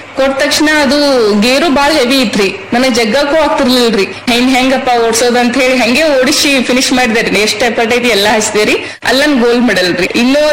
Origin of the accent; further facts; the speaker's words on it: Karnataka, India; ಮನೆಯಿಂದ ಹೊರಗ್ ಬಿದ್ದಿದ್ದೆ ಬಂದಿದ್ದೆ ಬಾಗಲಕೋಟೆ ರೀ. ಅದು ಬಿಟ್ರೆ ನಾನು ಎಲ್ಲೂ ಅಲ್ಲೇ ನಮ್ಮ ಊರ್ ನಿಯರ್ ಜಮಖಂಡಿ ಅಂತ ಹೇಳಿ ನಮ್ ತಾಲೂಕ್ ರೀ